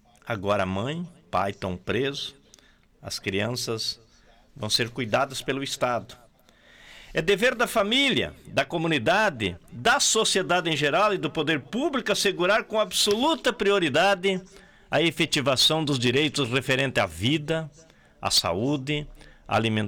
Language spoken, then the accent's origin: Portuguese; Brazil